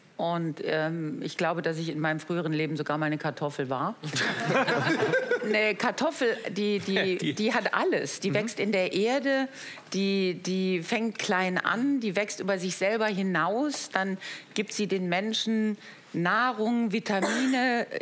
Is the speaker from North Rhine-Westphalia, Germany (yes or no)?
yes; Solingen, North Rhine-Westphalia, Germany; moved away; Ich bin da geboren, aufgewachsen, zur Schule gegangen und die Werte, die ich mitbekommen habe, die erden mich heute, seit ich eigentlich Solingen verlassen habe.